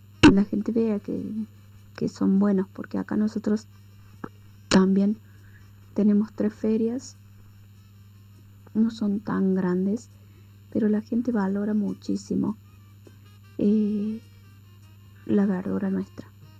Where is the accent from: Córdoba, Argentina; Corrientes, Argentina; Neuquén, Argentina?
Córdoba, Argentina; Pilar; Nosotros somos de Pilar, departamento Río Segundo.